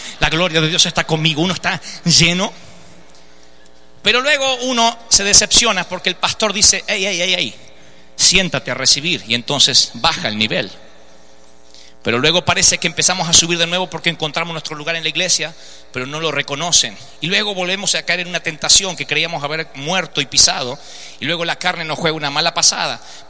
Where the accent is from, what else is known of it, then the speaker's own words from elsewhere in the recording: Argentina; yo soy argentino